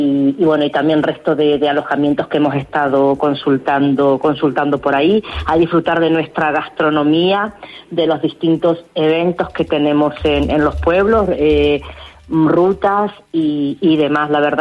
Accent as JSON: {"language": "Spanish", "region": "Andalusia", "country": "Spain", "said": "para hacer turismo en mi tierra, ¿no? En el propio geoparque, como nos gusta hacer a muchas personas que vivimos por aquí."}